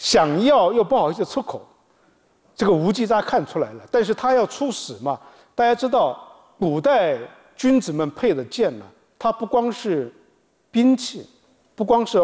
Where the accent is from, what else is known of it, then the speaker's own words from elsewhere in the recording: Jiangsu, China; 咱们江苏